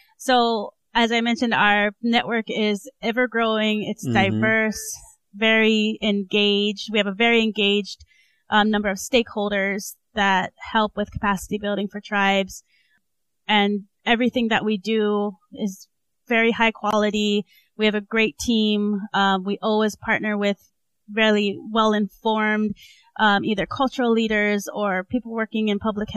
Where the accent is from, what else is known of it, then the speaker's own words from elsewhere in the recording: Hawaii, United States; Yeah, well, I grew up in Hawaii. And I'm an enrolled member of the Gila River Indian community. So my family is actually from Arizona